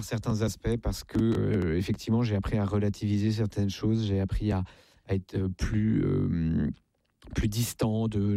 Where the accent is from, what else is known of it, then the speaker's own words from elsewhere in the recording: Versailles, Île-de-France, France; now in Le Mans, France; Je suis né à Versailles, je viens d'une famille nombreuse.